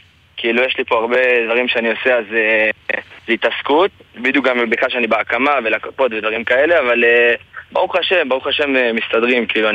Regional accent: Jerusalem, Jerusalem District, Israel; כאילו יש לי לקוח מחיפה, כאילו אני מירושלים.

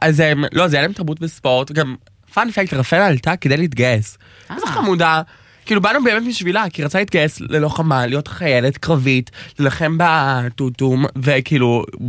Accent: Australia; Hebrew is a second language; now in Israel; הגעתי ללוד שם, הכרתי את התרבות, וישר תחשבו, מישהו מאוסטרליה, כולי פמפרד, כולי כזה, פתאום הגיע ללוד, רמלה

